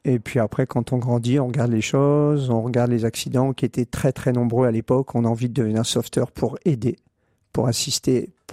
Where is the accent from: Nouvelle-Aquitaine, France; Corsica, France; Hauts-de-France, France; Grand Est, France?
Hauts-de-France, France; Calais; j'ai 65 ans, je suis né à Calais en 1960, et à Calais, on vit avec la mer, on vit avec le détroit du Pas-de-Calais